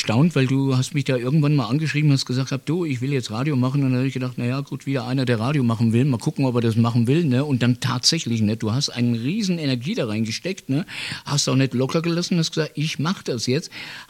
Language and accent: German; Bavaria, Germany; ich komme aus der Nähe von Bayreuth